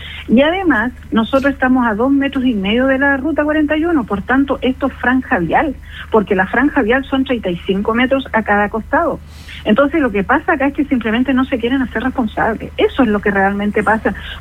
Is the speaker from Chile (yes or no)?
yes; Chile; en este país, en mi país